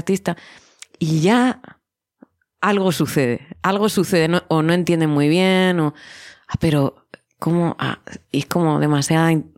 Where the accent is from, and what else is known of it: Murcia, Region of Murcia, Spain